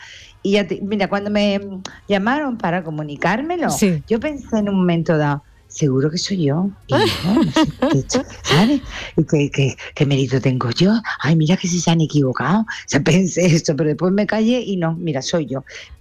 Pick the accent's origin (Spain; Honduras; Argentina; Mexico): Spain; Málaga, Andalusia; Mira, yo digo que para mí mi tierra es muy importante.